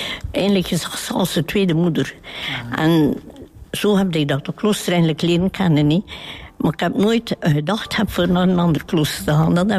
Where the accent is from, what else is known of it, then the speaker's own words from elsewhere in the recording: Nieuwpoort, Flanders, Belgium; Van aan de kust, van Niepoort ben ik.